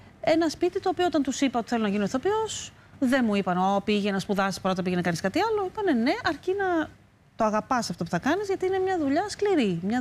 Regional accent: Athens, Attica, Greece; also born or lived in Crete; Μεγάλωσα εδώ, στην Αθήνα. Δηλαδή, τα πρώτα χρόνια στην Κρήτη και μετά στην Αθήνα.

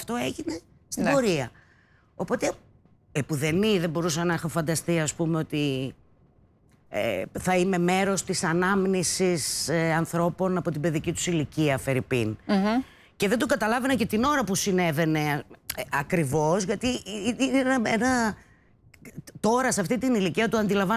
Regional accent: Thessaloniki, Central Macedonia, Greece; Ήμουν ένα παιδί από τη Θεσσαλονίκη

